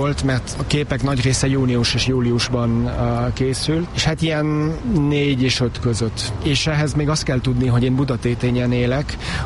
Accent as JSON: {"language": "Hungarian", "country": "Switzerland", "tie": "born or raised there", "second_language": "Hungarian", "moved": "as an adult", "lives_now": "Budapest, Hungary", "said": "Nekem az anyukám magyar, a 70-es évek végén költözött ki, ott születtem, ott nőttem fel, az R betűvel nem sikerült megküzdködnöm, de próbáltam. Francia nyelven jártam iskolában, otthon anyukámmal magyarul beszéltünk. 19 éves koromban úgy döntöttem, hogy megpróbálok egy évig itt Budapesten élni."}